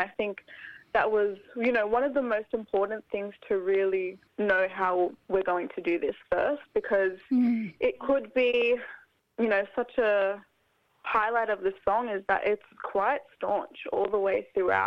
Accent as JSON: {"language": "English", "region": "New South Wales", "country": "Australia", "said": "I'm a proud Gamilaroi woman."}